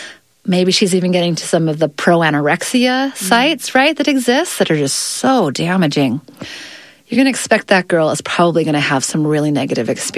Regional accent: Utah, United States; so I'm from Utah, and there was a lot of talk about banning social media in this state for anyone below the age of 18.

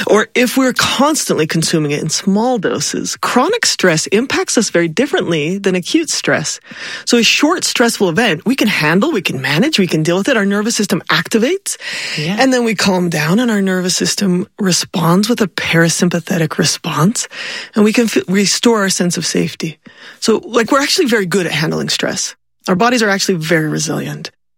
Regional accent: Provo, Utah, United States

